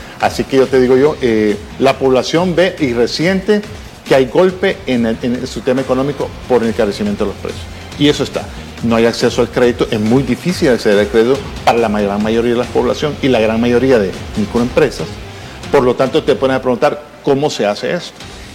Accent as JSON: {"language": "Spanish", "country": "El Salvador"}